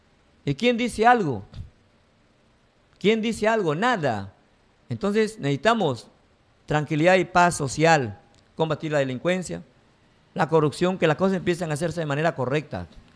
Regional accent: Peru; Como peruanos, como ciudadanos, como padre de familia

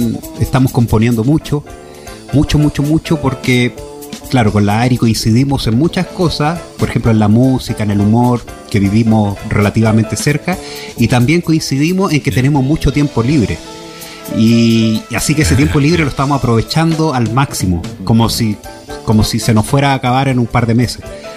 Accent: Santiago, Santiago Metropolitan Region, Chile; yo soy de Santiago

